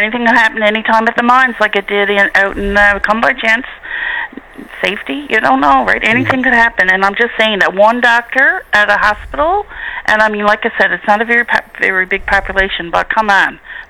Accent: Wabush, Newfoundland and Labrador, Canada; now in St. John's, Canada; Well, for me, like I said, I grew up in Wabush, loved my life down here. I had a great life. Then I moved away, and then now I live in, I just live outside St. John's area.

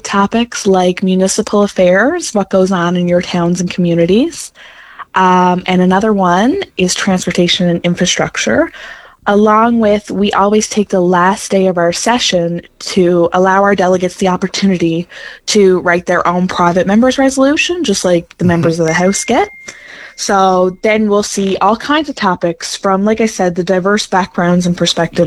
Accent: Newfoundland and Labrador, Canada; So I was born and raised in Labrador West, so it's definitely been a big part of my life.

